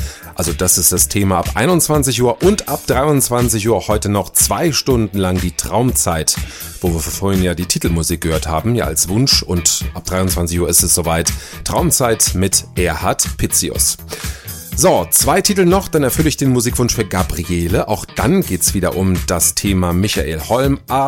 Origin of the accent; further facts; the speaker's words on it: Italy; Und das würde ich mir als Italiener